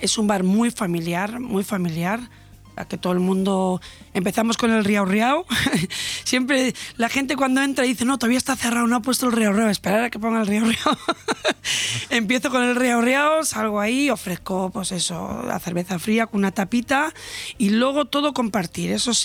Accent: Bermeo, Basque Country, Spain; moved away; Yo soy de Bermeo, un pueblo pesquero

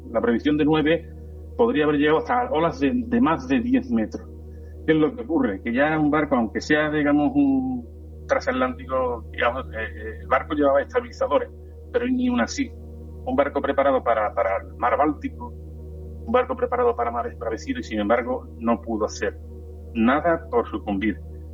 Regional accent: Cádiz, Andalusia, Spain; yo soy de Cádiz, pero muchas veces me escucháis y me cambia la...

